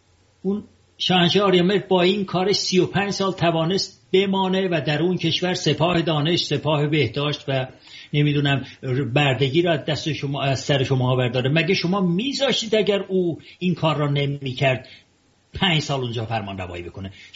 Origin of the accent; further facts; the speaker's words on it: Tehran, Tehran Province, Iran; moved away; also born or lived in Ardabil; که من اردبیلی هستم، در تهران بزرگ شدم و من اردبیلی هستم.